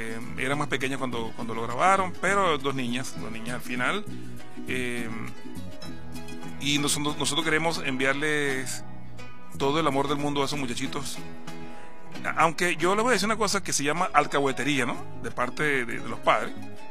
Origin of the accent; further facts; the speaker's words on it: Venezuela; porque todos somos venezolanos